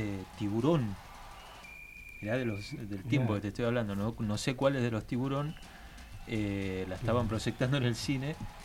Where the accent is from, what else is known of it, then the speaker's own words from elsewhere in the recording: Jujuy, Argentina; soy de Jujuy.